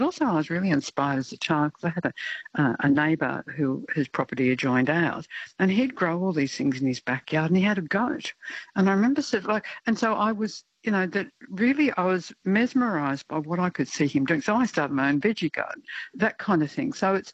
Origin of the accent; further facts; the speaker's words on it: Sydney, New South Wales, Australia; I grew up in Sydney, and I grew up beside the Royal National Park